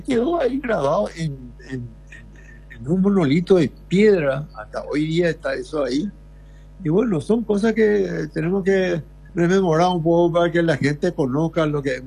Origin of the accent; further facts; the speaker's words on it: Coronel Oviedo, Caaguazú, Paraguay; Me siento orgulloso como ovetense de pertenecer a esa hermosa y culta ciudad de Coronel Oviedo